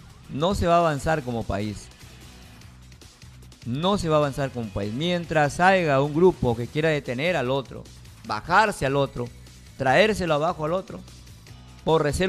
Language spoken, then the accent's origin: Spanish; Peru; necesitamos juntos desarrollarnos como peruanos en paz.